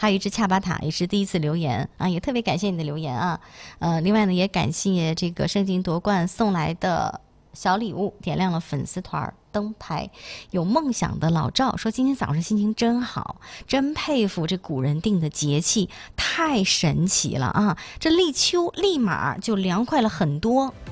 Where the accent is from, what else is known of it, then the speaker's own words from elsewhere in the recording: Liaoning, China; 就咱们东北人，尤其你说咱们辽宁人